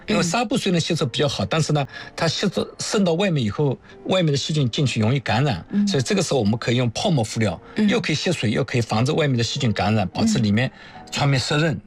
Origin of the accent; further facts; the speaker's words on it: China; 其实常备药对我们中国人来讲是比较多的啊